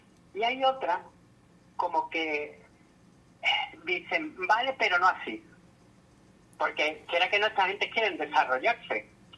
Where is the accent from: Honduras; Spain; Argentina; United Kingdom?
Spain; como yo vengo de España, que están subiendo mucho los alquileres en ciertas zonas.